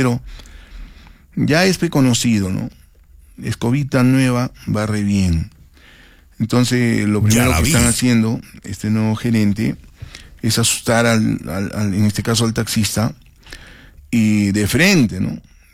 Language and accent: Spanish; Arequipa, Peru; yo hablo como arequipeño también, ¿no? Como arequipeño